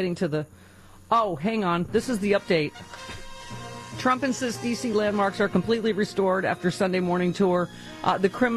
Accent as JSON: {"language": "English", "town": "Lockport", "region": "New York", "country": "United States", "tie": "born or raised there", "said": "Okay. Well, you know what? It's, growing up in Lockport, New York, as I recall... Arby's was delicious, so I'm"}